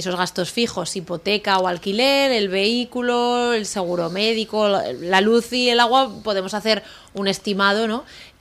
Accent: Spain; Porque somos ahorradores los españoles o los aragoneses.

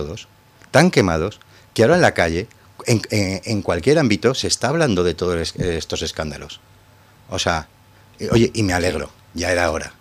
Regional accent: Aragon, Spain; Entonces, cuando salen estos casos de corrupción como el de Forestalia, que afean mi tierra, que nos duele profundamente

